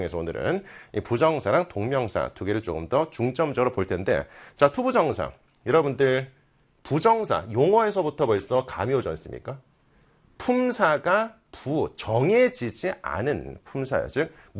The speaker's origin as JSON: {"language": "Korean", "country": "South Korea", "said": "우리는 한국인이기 때문에"}